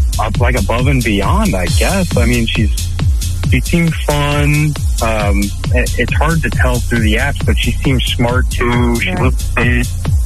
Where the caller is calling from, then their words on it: Zachary, Louisiana, United States; I'm from Zachary.